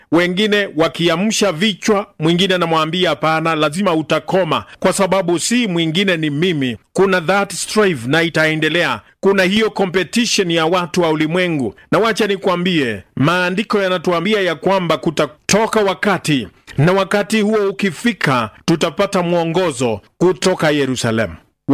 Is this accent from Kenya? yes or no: yes; Kenya